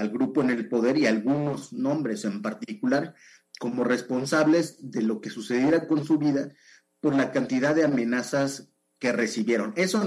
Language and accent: Spanish; Iztapalapa, Mexico City, Mexico; born there; desacreditándome porque nací en Iztapalapa. Entonces decían que no soy suficientemente oaxaqueño